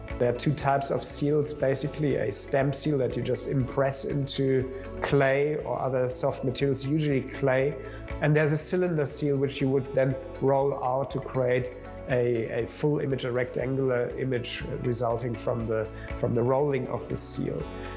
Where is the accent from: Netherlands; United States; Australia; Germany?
Germany; southern Germany; moved away as an adult; also born or lived in Berlin / Austria / South Africa; We then moved into the south of Germany. I grew up there.